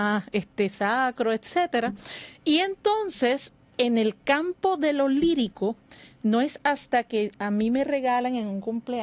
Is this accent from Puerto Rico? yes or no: yes; Adjuntas, Puerto Rico; also born or lived in Ponce; yo vengo del centro de la isla, en Adjuntas, que es donde me crío, pero soy de Ponce.